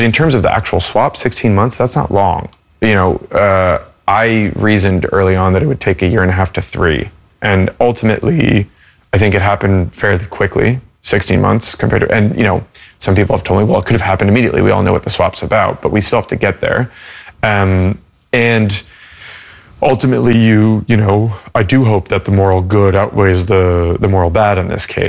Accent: United States; And I'm an American journalist, and so I'm thinking, why did we do this?

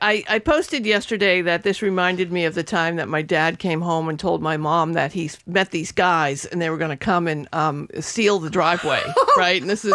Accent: Revere, Massachusetts, United States; But then I was reminded of growing up in Revere.

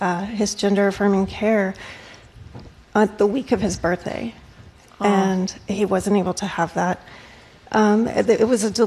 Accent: Texas, United States; Well, first of all, we moved here from Texas, thinking this was a safe state.

